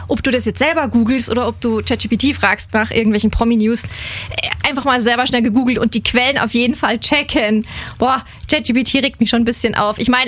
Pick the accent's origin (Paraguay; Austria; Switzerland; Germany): Austria; ich bin eigentlich aus Österreich und in Österreich habe ich ganz viele Medienpraktikas gemacht.